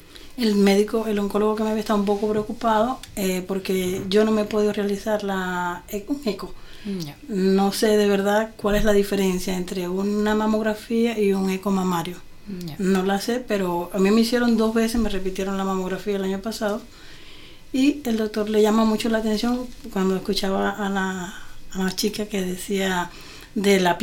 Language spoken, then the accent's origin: Spanish; Venezuela; moved away as an adult; en el 2018, fue cuando comenzó mi migración, porque lamentablemente por cosas que pasaron en mi país de origen, que es Venezuela, tuve que salir